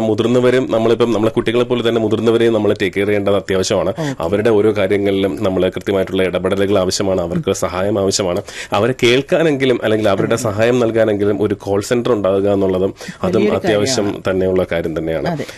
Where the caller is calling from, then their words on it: Vadakkanchery, Kerala, India; Vadakkanchery.